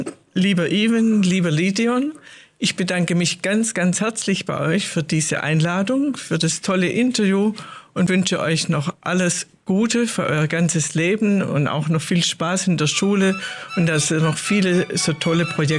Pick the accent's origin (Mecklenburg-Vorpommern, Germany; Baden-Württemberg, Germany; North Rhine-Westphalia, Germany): Baden-Württemberg, Germany; Uhingen; Ich komme aus Uhingen. Ich habe 3 erwachsene Kinder, 6 Enkelkinder